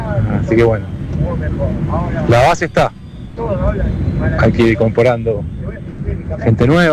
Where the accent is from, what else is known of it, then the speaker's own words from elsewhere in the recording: Lanús, Buenos Aires Province, Argentina; de Lanús, estoy yendo para el trabajo.